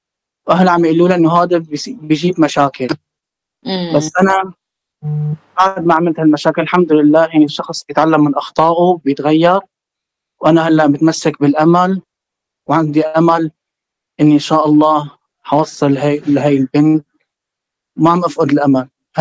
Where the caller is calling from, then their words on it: Syria; لأنه هي بدولة الجزائر وأنا من سوريا.